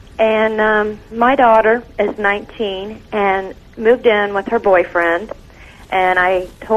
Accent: Ohio, United States; I'm from Ohio.

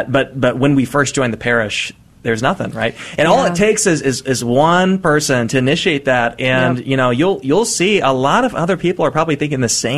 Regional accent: Oklahoma, United States; I mean, I'm from Oklahoma. It's like the buckle of the Baptist Bible Belt.

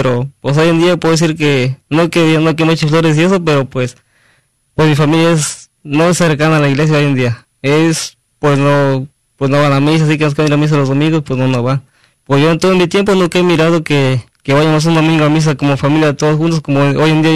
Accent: Veracruz, Mexico; born there; yo soy de México, del estado de Veracruz. Allá nací en un ranchito allá. Y pues la que me inculcó la fe católica, pues fue mi mamá

